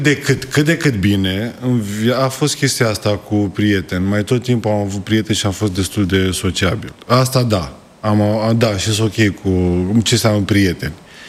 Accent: Buzău, Buzău County, Romania; accent: Buzău (slightly Moldavian); moved away; eu nu înțeleg asta cu accentul în Buzău, eu cred că doar eu l-am.

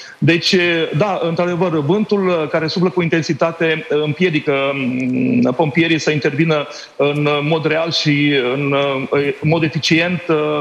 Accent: Canary Islands, Spain; de aici, din Canare, de unde sunt eu. Guvernul insular canarian a trimis cele câteva elicoptere și avioane pentru stingerea incendiului.

